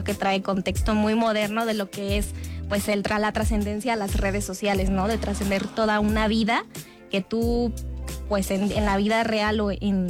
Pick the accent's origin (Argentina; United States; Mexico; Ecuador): Mexico